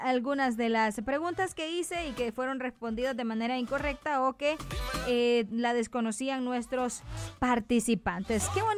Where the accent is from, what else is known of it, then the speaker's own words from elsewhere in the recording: Honduras; diríamos usted y yo, como hondureños